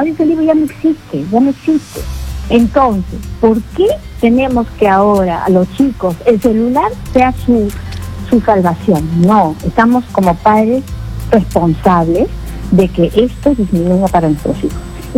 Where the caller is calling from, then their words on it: Lima, Peru; de Surco.